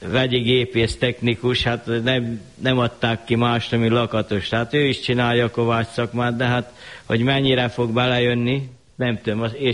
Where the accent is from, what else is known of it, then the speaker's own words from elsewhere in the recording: Körmend, Vas, Hungary; 25-ben születtem, itt nőttem föl teljes mértékben